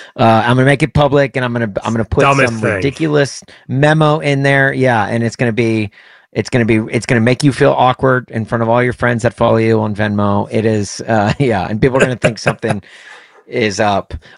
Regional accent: Chicago, Illinois, United States; I'm coming from Chicago, so we don't put ketchup on our hot dog, just mustard.

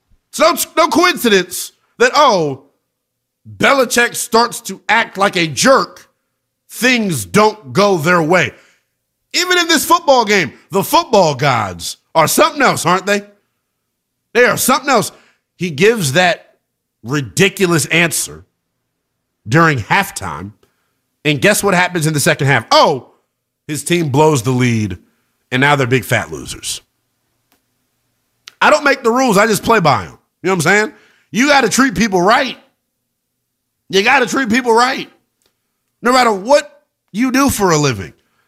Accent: Maryland, United States; We're both from Maryland, I'm pretty sure.

